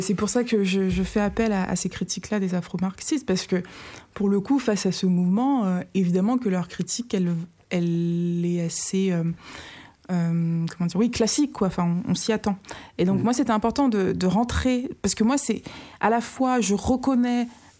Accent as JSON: {"language": "French", "country": "Republic of the Congo", "said": "d'où je viens, du Congo-Brazzaville, pour être plus précise"}